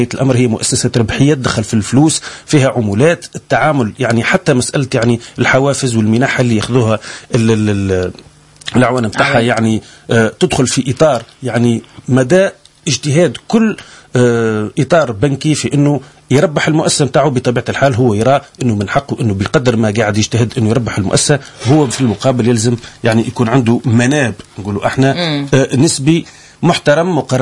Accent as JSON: {"language": "Arabic", "country": "Tunisia"}